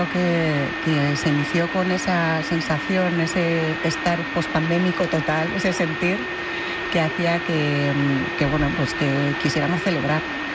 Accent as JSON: {"language": "Spanish", "town": "Bilbao", "region": "Basque Country", "country": "Spain", "said": "Para mí, que soy bilbaína"}